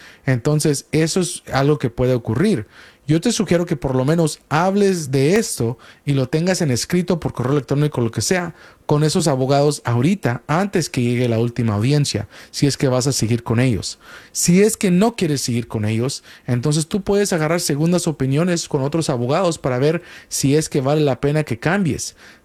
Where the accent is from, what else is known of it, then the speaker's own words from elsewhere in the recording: Chicago, Illinois, United States; Yo soy de Chicago